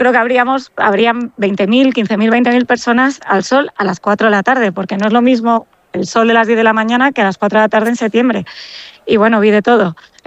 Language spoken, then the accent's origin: Spanish; Valladolid, Castile and León, Spain; el anterior fin de semana yo soy de Valladolid y estuvimos en el José Zorrilla porque jugaba el Valladolid contra el Oviedo